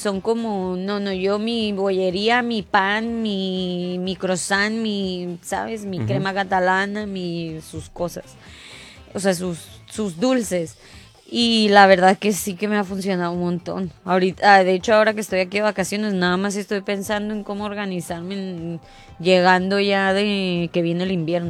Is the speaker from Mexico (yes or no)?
yes; Mexico; now in Spain